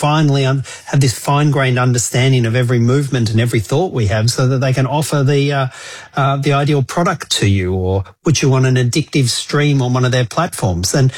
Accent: New South Wales, Australia; you know, my home state of New South Wales in Sydney

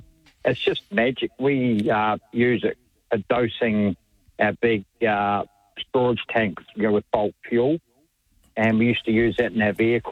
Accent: Victoria, Australia; I've got to run on my home state time, which is Victoria.

